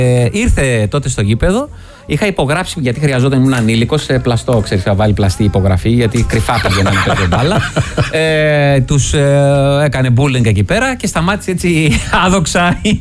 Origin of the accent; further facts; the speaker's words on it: Amarynthos, Central Greece, Greece; moved away; στην πατρίδα μου, στην ιδιαίτερη, στην Εύβοια. Στην Βάθια, Μάρινθος.